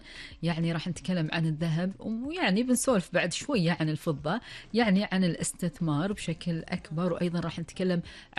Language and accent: Arabic; Kuwait; وبعدها عندنا فقرة ثانية اللي هي أخبار ديرتنا الحبيبة الكويت وآخر المستجدات.